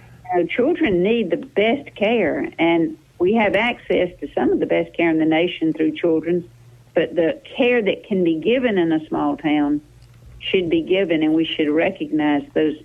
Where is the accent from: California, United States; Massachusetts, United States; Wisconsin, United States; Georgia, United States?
Georgia, United States; Sandersville; I'm from Sandersville, Washington County